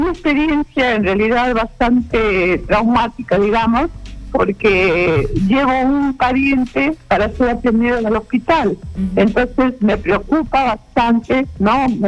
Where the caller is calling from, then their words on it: Lima, Peru; De Pueblo Libre.